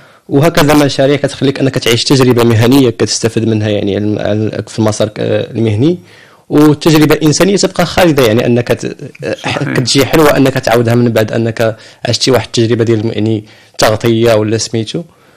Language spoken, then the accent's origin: Arabic; Morocco; نحن مغاربة